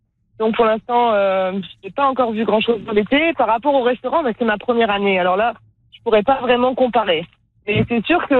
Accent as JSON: {"language": "French", "region": "Provence-Alpes-Côte d'Azur", "country": "France", "moved": "as an adult", "lives_now": "Penticton, Canada", "said": "Je viens de Provence"}